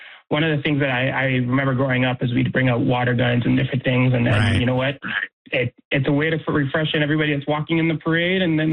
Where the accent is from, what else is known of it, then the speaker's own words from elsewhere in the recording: Greenfield Park, Quebec, Canada; You know, I was born and raised in Greenfield Park. It's been part of one of my favorite days of the year since being a little kid.